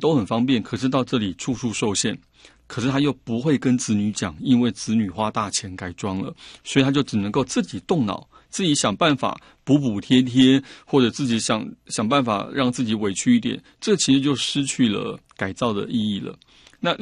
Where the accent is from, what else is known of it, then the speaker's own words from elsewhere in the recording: Taiwan; 所以我觉得这方面我们台湾人负担的心理压力其实比日本人要大很多，